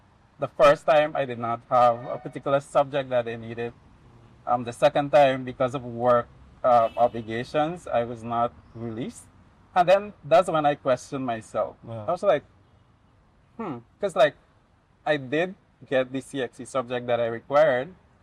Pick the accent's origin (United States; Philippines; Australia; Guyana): Guyana; Pomeroon-Supenaam; I'm from the Essequibo Coast